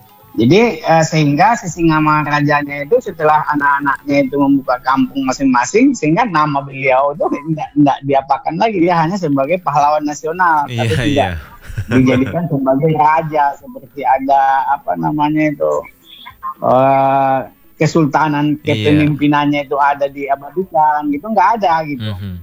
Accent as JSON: {"language": "Indonesian", "region": "North Sumatra", "country": "Indonesia", "said": "Kalau kami kan asalnya dari Mandailing, Kabupaten Mandailing Natal."}